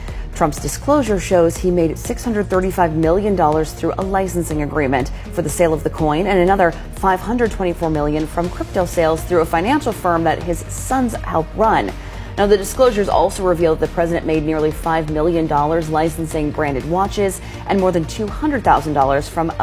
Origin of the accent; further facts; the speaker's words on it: Midwest, United States; now in Spokane, United States; And I'm from the Midwest, so I know.